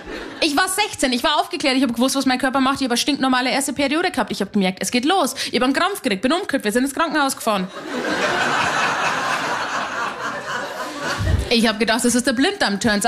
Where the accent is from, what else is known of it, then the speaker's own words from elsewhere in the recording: Hanusdorf, Bavaria, Germany; Meine Leitung war sehr lang, weil ich bin aus Hanusdorf bei Simbach bei Landau in der Isar. Da gibt's sowas nicht. Das Queerste, was wir haben bei uns im Dorf, sind die Geschichten über den Nachbarort.